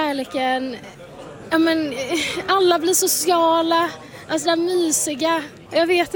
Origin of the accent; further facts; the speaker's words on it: Sweden; born there; also born or lived in Tunisia; Vi är födda här i Sverige.